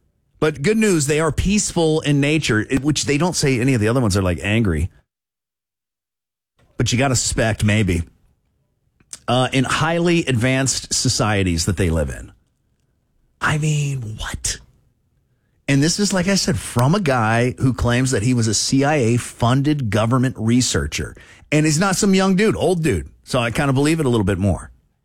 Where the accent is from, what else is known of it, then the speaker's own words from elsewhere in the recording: Florida, United States; I'm from Florida. So it's like, listen, we have giant bugs.